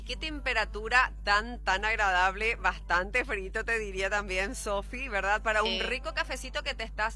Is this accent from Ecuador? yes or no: no; Paraguay